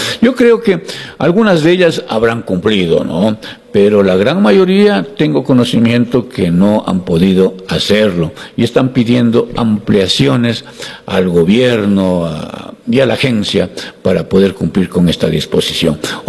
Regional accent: Ecuador; yo creo que como ecuatorianos debemos pensar en estos proyectos

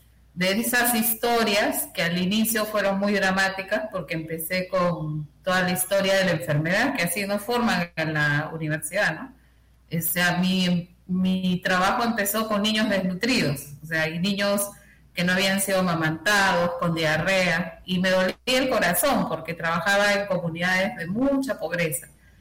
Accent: Morropón, Piura, Peru; Y es en el norte, justo cerca de Ecuador, en Piura. Yo vengo de un pueblo que se llama Morropón, y específicamente nací en Carrasquillo, que a propósito de mi apellido, era un pueblo muy pequeño

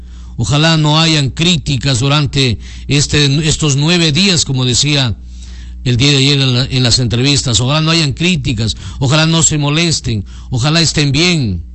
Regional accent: Gonzanamá, Loja, Ecuador; now in Macas, Ecuador; Y en mi pueblo, Gonzanamá

